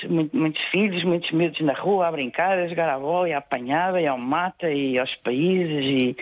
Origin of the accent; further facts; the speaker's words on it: Lisbon, Portugal; moved away as an adult; now in Oeste, Portugal; eu cresci em Lisboa, naquele bairro de Santa Cruz, numa altura em que aquilo era tipo uma aldeia.